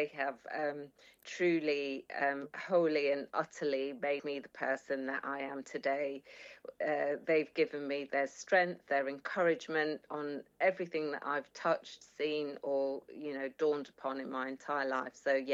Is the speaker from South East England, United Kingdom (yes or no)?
no; Leicester, East Midlands, United Kingdom; moved away as an adult; I was born and raised in Leicester. So I come from the Midlands, actually. And I came to university in London when I was about 18, all those years ago.